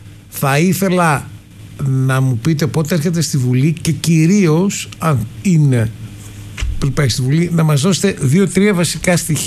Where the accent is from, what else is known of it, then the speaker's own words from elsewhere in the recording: Syros, South Aegean, Greece; Στο νησί μου είστε, κύριε. Κύριε Μπούγα, είστε στο νησί μου.